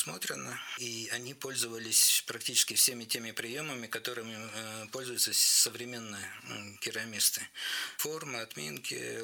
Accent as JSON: {"language": "Russian", "town": "Vologda", "region": "Vologda Oblast", "country": "Russia", "tie": "born or raised there", "also_born_or_lived": "Omsk", "said": "Так получилось, что мне пришлось какое-то время жить в городе Омске. Так-то я вологжанин, коренной, всю жизнь здесь прожил."}